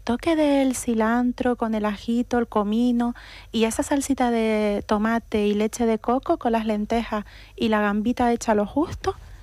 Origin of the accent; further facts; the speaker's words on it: Canary Islands, Spain; Yo vengo de Gran Canaria